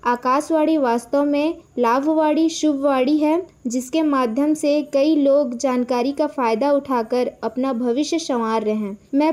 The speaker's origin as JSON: {"language": "Hindi", "town": "Raigarh", "region": "Chhattisgarh", "country": "India", "said": "word Dadar Raigarh की निवासी हूँ और रेडियो बचपन से सुनती आ रही हूँ"}